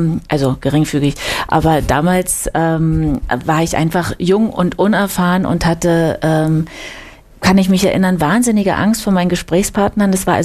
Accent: Brandenburg, Germany; Erstmal sind meine Schwester, meine Mutter und mein Vater und ich in der Nähe von Potsdam, haben wir da gelebt zusammen.

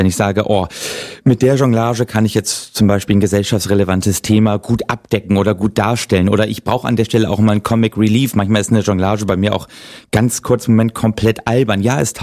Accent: Oldenburg, Lower Saxony, Germany; Ich komme aus Oldenburg, Niedersachsen.

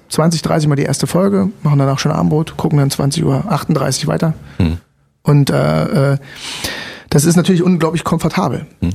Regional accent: Germany; ich bin Deutscher

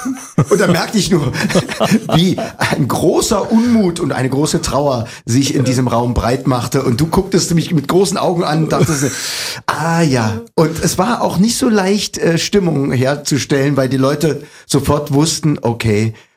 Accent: Leipzig, Saxony, Germany; born there; Ich bin gebürtiger Leipziger

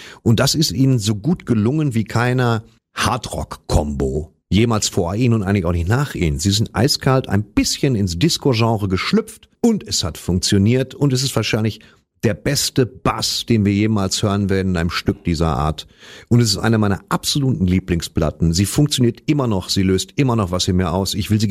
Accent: western Germany, Germany; Ich komme aus dem Westen

